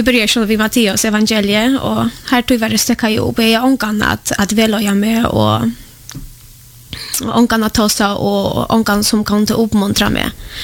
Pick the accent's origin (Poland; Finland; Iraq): Poland; now in Sweden; jag är född och uppvuxen I Polland och en äldre lärare byggt och jag är uppvuxen I en katolska familj